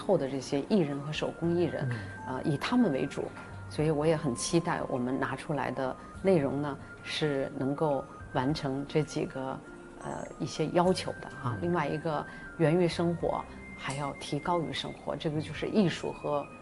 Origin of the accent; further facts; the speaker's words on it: Guangdong, China; 对他们粤语肯定不比我们真正土生土长的这个传统的广东人士呢说得差啊